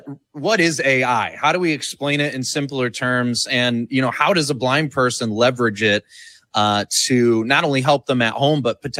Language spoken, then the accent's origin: English; Michigan, United States; But, you know, I grew up in West Michigan. That's where I'm originally from, and pretty normal childhood